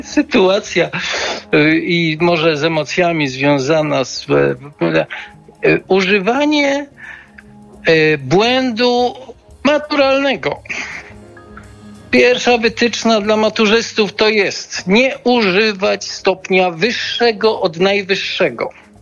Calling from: Lesser Poland, Poland; Stały słuchacz z Małopolski.

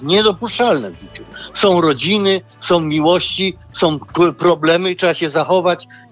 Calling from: Kraków, Lesser Poland, Poland; ja dzwonię z Krakowa.

